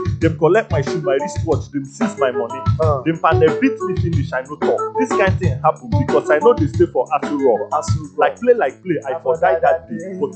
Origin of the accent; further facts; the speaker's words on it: Umuesere, Abia, Nigeria; I'm from Umuesere, Amapo, Okokitim in Abia State.